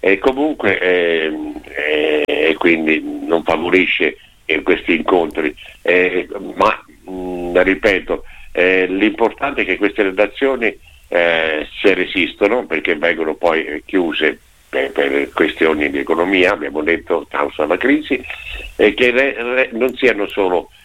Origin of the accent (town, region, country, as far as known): Perugia, Umbria, Italy